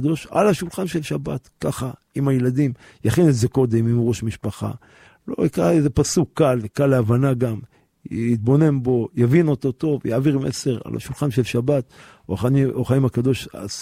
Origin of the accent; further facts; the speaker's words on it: Jerusalem, Jerusalem District, Israel; born there; אני נולדתי בשכונת בוחרים, לכאן הגיעו הבוחרים, כן, ברוך השם, זכינו להיות מזרעם של המשדים